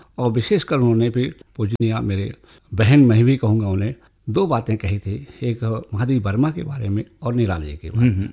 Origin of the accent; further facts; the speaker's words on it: Amethi, Uttar Pradesh, India; मैं एक ऐसी जगह का जन्म लिया हूँ जहाँ हिंदी साहित्य का एक बहुत बड़ा साहित्यकार था, और हम अमेठी के रहने वाले हैं